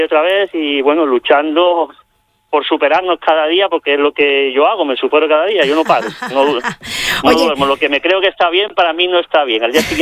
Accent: Extremadura, Spain; moved away as an adult; also born or lived in Barcelona; son 25 años lo que me he pasado en Barcelona y después de 25 años pues me vuelvo a mi tierra, a Extremadura, donde está toda mi familia.

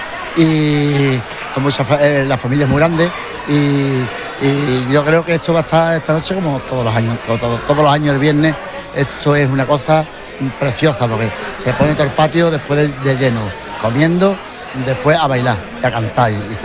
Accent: Trigueros, Andalusia, Spain; Trigueros es un pueblo muy rociero y muy devoto a la Virgen del Rocío.

